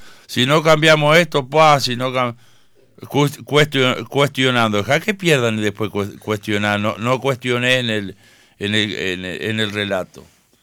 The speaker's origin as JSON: {"language": "Spanish", "country": "Uruguay", "said": "somos los uruguayos"}